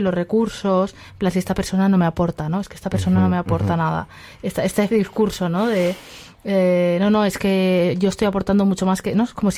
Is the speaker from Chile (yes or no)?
no; Aragon, Spain